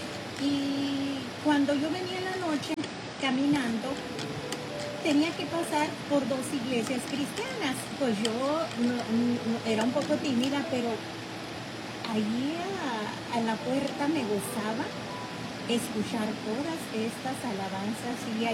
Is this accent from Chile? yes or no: no; Mexico; moved away; Esa fue una de las razones que nosotros emigramos para acá, de los Estados de México para acá, porque alguien más me acusó, un familiar